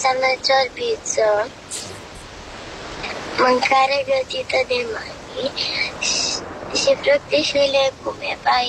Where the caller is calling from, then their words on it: Bucharest, Romania; din București. Am 8 ani